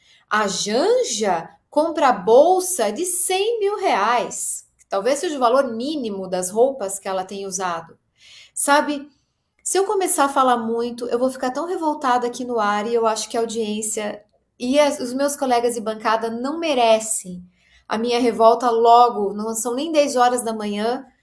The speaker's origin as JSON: {"language": "Portuguese", "region": "Southern Brazil", "country": "Brazil", "said": "nós somos do Sul e somos abraçados, né? Paraná, Santa Catarina, Rio Grande do Sul, a história das nossas famílias, da imigração das nossas famílias está totalmente vinculada ao Rio Grande do Sul, Santa Catarina e Paraná."}